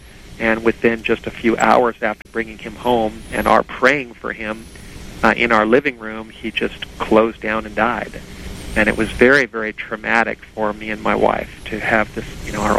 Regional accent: Los Angeles, California, United States; When I grew up in the Hollywood Hills, we were surrounded by animals.

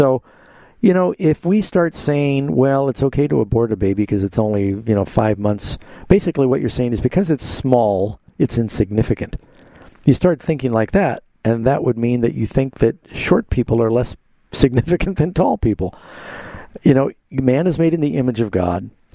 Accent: United States; now you're asking me as an American

